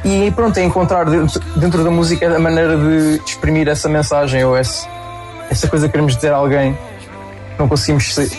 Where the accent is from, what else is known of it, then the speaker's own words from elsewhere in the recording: Lisbon, Portugal; sou de Lisboa, aqui da grande Parque das Nações, aqui na Expo.